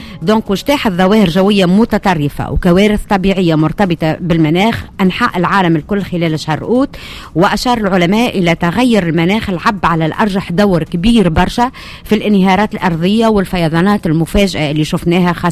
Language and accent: Arabic; Tunisia; السنه كان متعب لنا كتوانسه